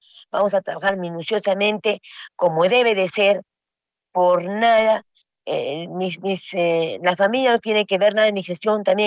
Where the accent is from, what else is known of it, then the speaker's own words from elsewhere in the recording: Hunter, Arequipa, Peru; nuestro pueblo de Hunter